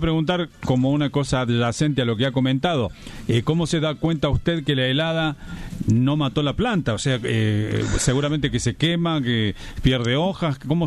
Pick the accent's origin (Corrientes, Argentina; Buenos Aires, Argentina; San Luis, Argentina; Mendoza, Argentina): San Luis, Argentina; Villa Mercedes; Estoy en fecha, soy de Villa Mercedes